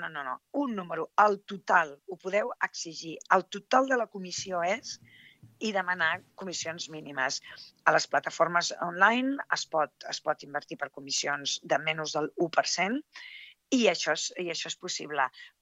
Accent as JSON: {"language": "Catalan", "town": "Tarragona", "region": "Catalonia", "country": "Spain", "also_born_or_lived": "Morella / London", "said": "Jo soc de Tarragona, meitat de Tarragona, meitat de Morella, i Tarragona m'assembla una ciutat més gran, no?"}